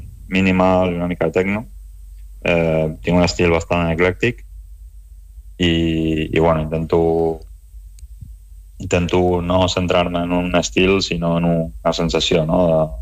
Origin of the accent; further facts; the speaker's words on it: Lloret de Mar, Catalonia, Spain; moved away as an adult; now in Vidreres, Spain; vaig créixer a Lloret, ara mateix estic visquent a Vidreres, però, bueno, que pràcticament me segueixo molt vinculat a Lloret